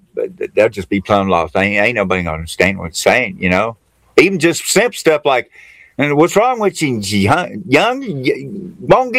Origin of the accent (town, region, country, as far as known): Appalachia, United States; born or raised there